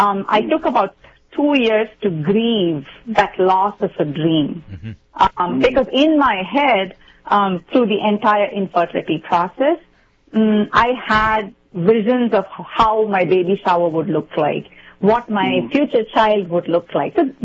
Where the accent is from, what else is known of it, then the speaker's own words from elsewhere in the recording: India; moved away; So I come from India